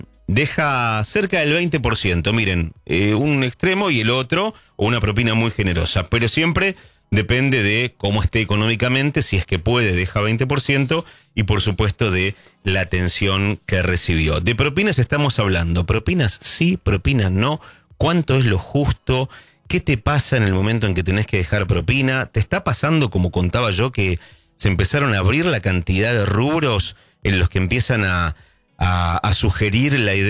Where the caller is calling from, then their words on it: Guaymallén, Mendoza, Argentina; de Guaymallén, Mendoza.